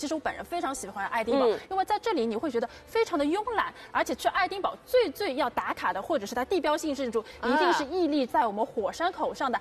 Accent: United Kingdom; 也是我们英国人周末度假的一个圣地。

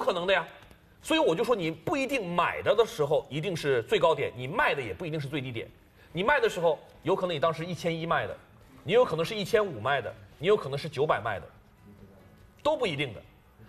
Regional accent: China; 我们中国人

